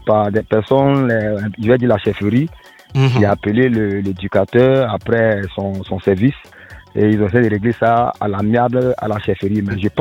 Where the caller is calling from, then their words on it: Brofodoumé, Abidjan, Côte d’Ivoire; J'appelle de Brofodoumé.